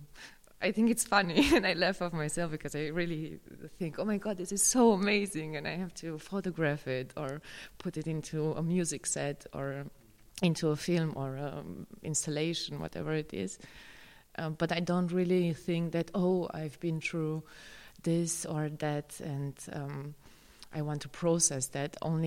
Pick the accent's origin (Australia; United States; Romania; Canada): Romania; English is a second language; In case of the film, of course, I'm born in Romania. I grew up also a part of my life. I grew up in Romania, so I grew up with a lot of the ideas of how I am